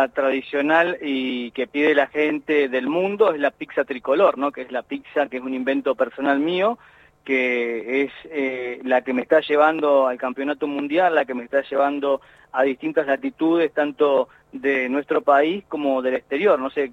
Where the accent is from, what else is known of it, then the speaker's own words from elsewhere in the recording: Argentina; now in Almanza, Argentina; nosotros los argentinos